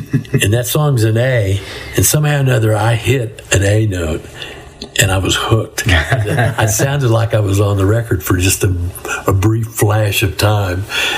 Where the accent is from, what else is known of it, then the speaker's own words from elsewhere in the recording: Amarillo, Texas, United States; I'm from Amarillo, Texas, and that's where we're at today. And I was born and raised here. My dad was born and raised here. And we go back a long ways here in Amarillo.